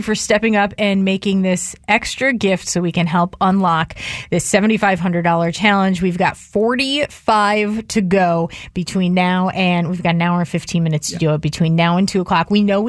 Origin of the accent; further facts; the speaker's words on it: Detroit, Michigan, United States; I'm from Detroit originally.